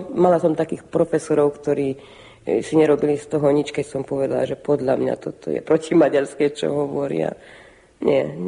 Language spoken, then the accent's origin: Slovak; Hungary; Tak ja ti musím povedať úprimne, že ja som to, že ja som Slovenka tu v Maďarsku necítila.